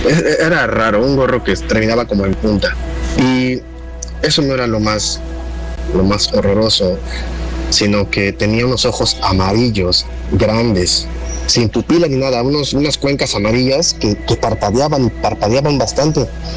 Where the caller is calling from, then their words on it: Veracruz, Mexico; soy de Veracruz.